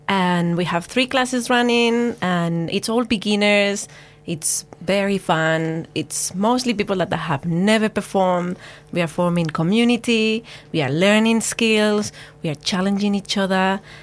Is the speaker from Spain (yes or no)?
yes; Spain; I'm from Spain